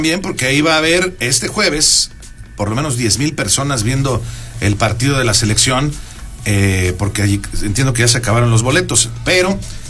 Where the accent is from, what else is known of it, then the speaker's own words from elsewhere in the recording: Mexico; en México, en mi país